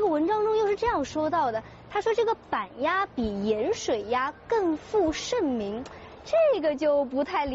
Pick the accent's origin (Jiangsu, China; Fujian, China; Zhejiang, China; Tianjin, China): Jiangsu, China; Nanjing; 尤其是咱们南京人这爱吃鸭